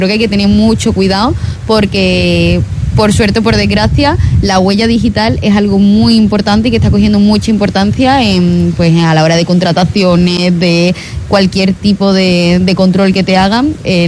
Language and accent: Spanish; Huelva, Andalusia, Spain; como buena onubense que soy, de principios onubense